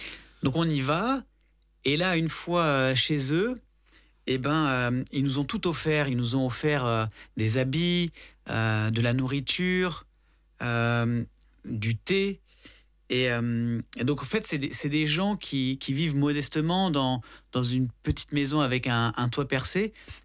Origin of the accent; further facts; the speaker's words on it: Lyon, Auvergne-Rhône-Alpes, France; Alors, bonjour, moi … j'ai 35 ans, je suis lyonnais